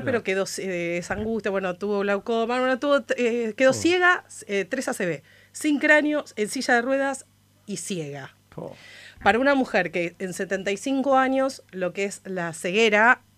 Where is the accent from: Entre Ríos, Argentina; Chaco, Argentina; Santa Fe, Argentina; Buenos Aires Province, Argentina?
Buenos Aires Province, Argentina; Ituzaingó; also born or lived in Villa Devoto, Buenos Aires; Sí, pero viví casi toda la vida porque de los 6 años que estoy en Ituzaingó.